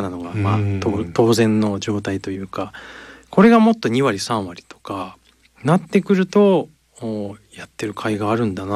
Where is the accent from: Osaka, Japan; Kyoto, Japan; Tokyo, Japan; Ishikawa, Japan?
Ishikawa, Japan; born there; moved away as an adult; 石川県生まれで石川バンドネオンやってるのは私だけですね。